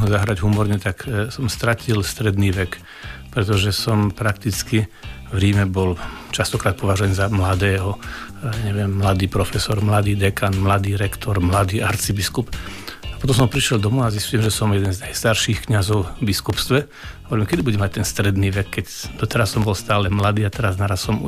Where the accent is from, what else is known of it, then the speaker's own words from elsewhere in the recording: Nižný Čaj, Košice Region, Slovakia; also born or lived in Italy; now in Košice, Slovakia; odkiaľ pochádzam, z dedinky Nižný Čaj.